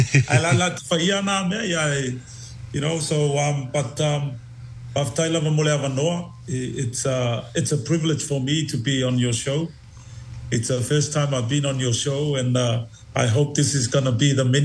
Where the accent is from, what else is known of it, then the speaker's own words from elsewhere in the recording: Otara, Auckland, New Zealand; also born or lived in Samoa; I was born in Samoa at the village of Elisefo, which is, I'm a fruit salad in Samoa, they call it. I'm a Patu Valuan Niue, and from hearing of Salai Lua. So that's my... heritage, and so it's I was born here, and I was raised in New Zealand.